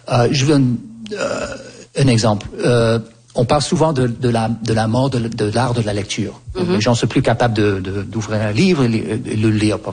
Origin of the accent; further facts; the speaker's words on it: Canada; moi j'ai grandi au Canada et quand j'avais 4, 5, 6 ans, il y avait un bus, il y avait un agenda à l'école